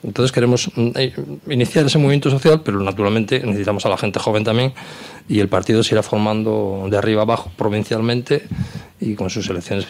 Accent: Navarre, Spain; Vamos, yo soy navarro, vasco-navarro

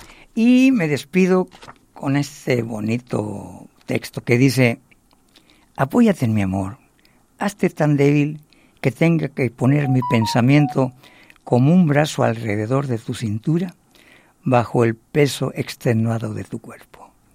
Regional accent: Mexico; Nosotros como mexicanos

